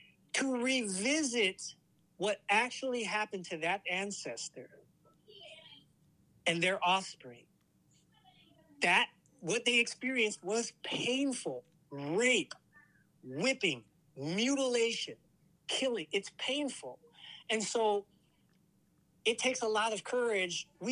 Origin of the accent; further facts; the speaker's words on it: United States; collectively, as African American people, we've been living with that pain.